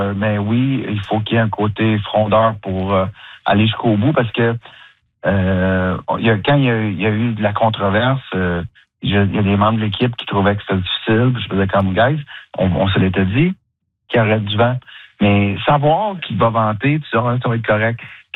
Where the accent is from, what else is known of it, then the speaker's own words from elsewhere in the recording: Drummondville, Quebec, Canada; moi je viens de Drummond, je l'ai dit, là.